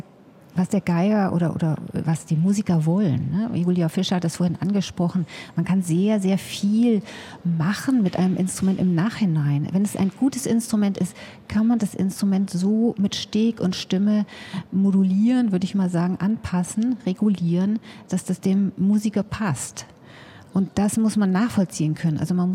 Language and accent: German; Hamburg, Germany; moved away as an adult; now in Mecklenburg, Germany; ich komme eigentlich aus Hamburg und habe da anfangs gearbeitet.